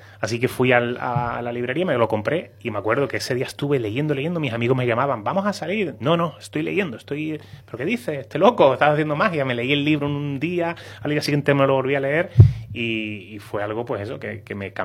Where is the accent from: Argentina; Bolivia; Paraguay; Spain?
Spain; Cádiz, Andalusia; mi tierra, con Cádiz.